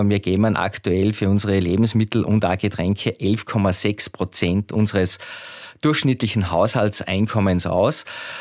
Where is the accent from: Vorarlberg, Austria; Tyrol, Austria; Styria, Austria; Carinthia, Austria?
Styria, Austria; Schladming; Da gehören 15 große Marken dazu, wie Gösser oder wo ich herkomme, Schlappminger Bier und viele bekannte Marken.